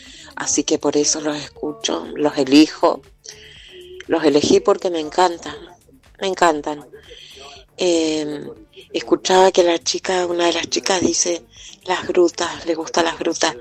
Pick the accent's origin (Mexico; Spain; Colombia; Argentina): Argentina; Neuquén; also born or lived in Río Negro; Amo Río Negro, aunque soy neuquina, amo Río Negro. Viví 11 años allá y ahora con la esperanza de volver a vivir allá en breve, porque amo el mar.